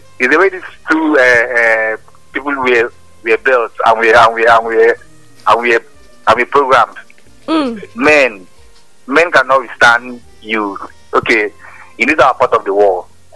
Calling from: Calabar, Cross River, Nigeria; I'm coming from Calabar.

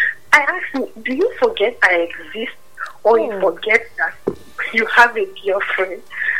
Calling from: Calabar, Cross River, Nigeria; calling from Calabar.

